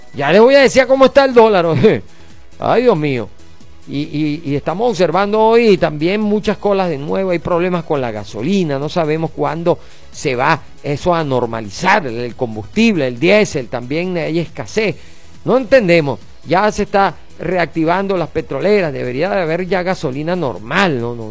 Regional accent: Venezuela; Mi pueblo, mi Venezuela.

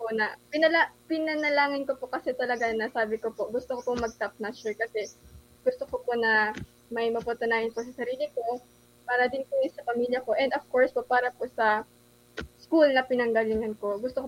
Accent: Ragay, Bicol Region, Philippines; I'm from Port Junction Norte po. Sa Ragay po talaga

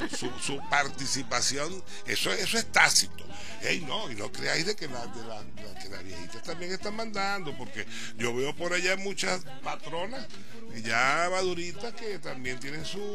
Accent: Venezuela

